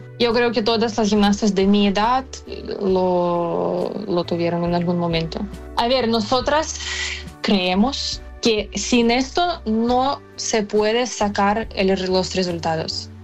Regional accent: Ukraine; Spanish is a second language; moved away as an adult; also born or lived in Kyiv; now in Barcelona, Spain; Ella solo sabía que soy ucraniana.

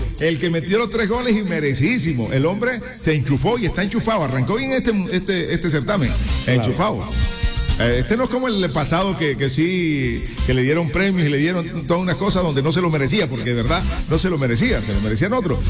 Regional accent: Colombia

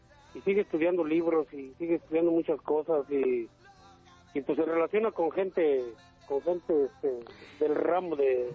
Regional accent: Nezahualcóyotl, State of Mexico, Mexico; now in United States; Yo soy originario, nacido en la Ciudad de México, pero criado un tiempecillo en Zagualcoyo, y ya después pues vagando por todo, ahora sí que por muchas partes de México, y hasta ahora estos 26 años de mi vida que he dejado por acá

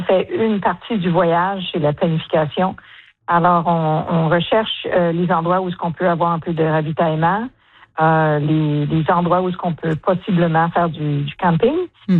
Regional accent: Ottawa, Ontario, Canada; moved away as an adult; now in Vancouver Island, Canada; On a grandi à Ottawa, mais on a passé toute notre vie adulte ici sur l'île de Vancouver.

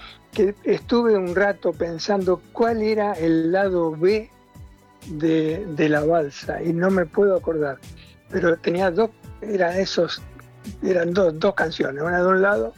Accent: Quilmes, Buenos Aires Province, Argentina; born there; now in Carmen de Areco, Argentina; yo soy nacido en Quilmes, en realidad en Espeleta, partido de Quilmes. Y hace 27 años que vivo en Carmen de Areco, en la provincia de Buenos Aires.

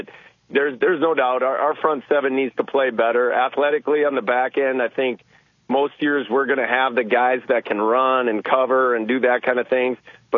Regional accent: Bismarck, North Dakota, United States; And then, you know, my hometown of Bismarck, Greg Esslinger was an outstanding Gopher

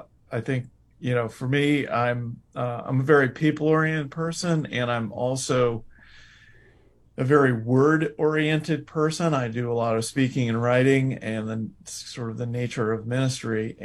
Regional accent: Moline, Illinois, United States; born or raised there; moved away

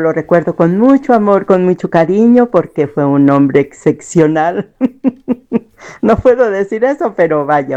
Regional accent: Ocotlán, Jalisco, Mexico; de Ocotlán, me puede poner la canción, si me hace el grande favor. La canción

